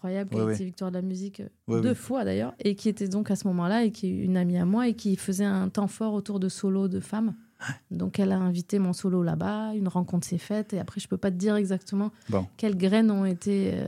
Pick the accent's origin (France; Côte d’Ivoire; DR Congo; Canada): France; Occitanie; born or raised there